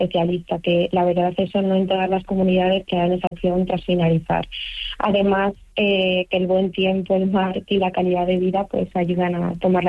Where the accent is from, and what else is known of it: León, Castile and León, Spain; now in Ibiza, Spain